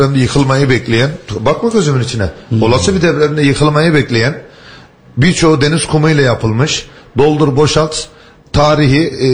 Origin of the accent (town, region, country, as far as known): Mersin, Turkey; born there